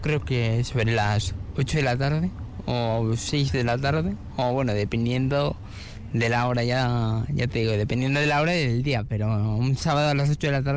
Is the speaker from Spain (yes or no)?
yes; Salburua, Basque Country, Spain; yo soy de Salburua